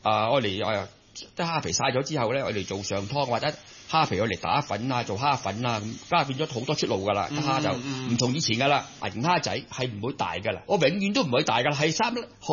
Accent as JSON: {"language": "Cantonese", "country": "Hong Kong", "said": "我们香港人又叫银虾啦"}